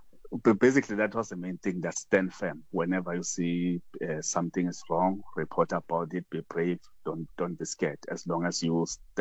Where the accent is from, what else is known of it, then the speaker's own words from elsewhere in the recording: Dahakral, Mpumalanga, South Africa; But I grew up in Dahakral, a rural area south of Mpumalanga province on the border to KZN. The nearest town is Volksrust. That's where I grew up, so attending school there.